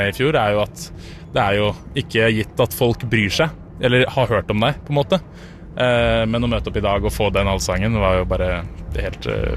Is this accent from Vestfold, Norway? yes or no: yes; Sandefjord, Vestfold, Norway; I og med at jeg kommer fra Sandefjord og har vært på Slottsfjell som publikummer flere ganger enn jeg kan telle omtrent.